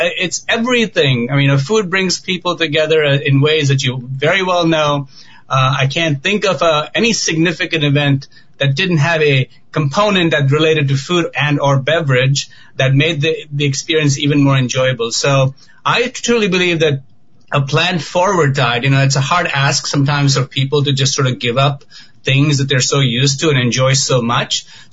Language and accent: English; Mumbai, Maharashtra, India; moved away as an adult; And I grew up a vegetarian in India and in Mumbai, and I came to this country over 21 years ago.